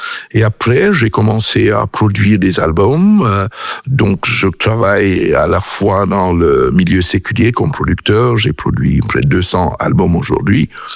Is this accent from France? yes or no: no; Cameroon; born or raised there; moved away as an adult; also born or lived in Belgium